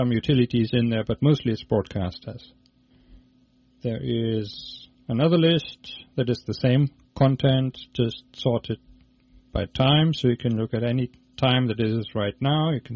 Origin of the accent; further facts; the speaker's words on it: Germany; I'm originally from Germany. That's why my name is not easy to pronounce, and that's why my website ends in .de, not in .com or anything.